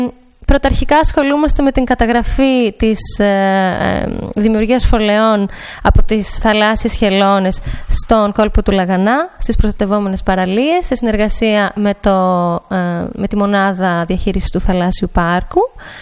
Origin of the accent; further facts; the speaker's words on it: Amaliada, Western Greece, Greece; now in Zakynthos, Greece; Εγώ είμαι από τη Δυτική Πελοπόννησο, από την Αμαλιάδα.